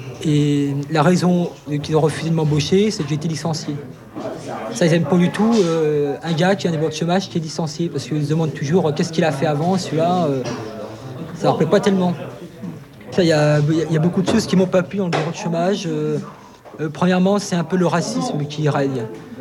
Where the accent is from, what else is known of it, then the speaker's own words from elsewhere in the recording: France; Bah oui, je suis français.